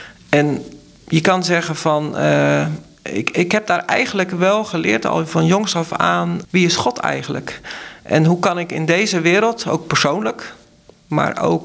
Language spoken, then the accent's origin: Dutch; Ridderkerk, South Holland, Netherlands; Nou ja, even mijn ouders kwamen uit Tolen. Ik ben zelf verder opgegroeid in de Ridderkerk.